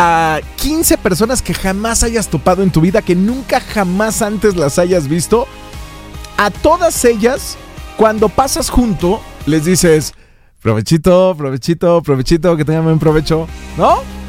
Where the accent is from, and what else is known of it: Mexico